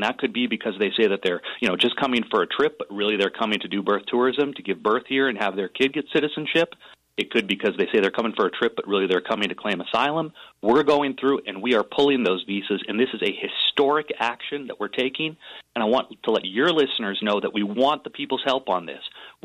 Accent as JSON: {"language": "English", "region": "Arizona", "country": "United States", "said": "I'm from Arizona"}